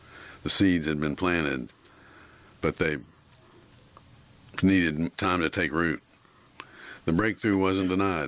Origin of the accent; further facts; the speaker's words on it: Long Island, Nassau County, New York, United States; As a kid growing up on Long Island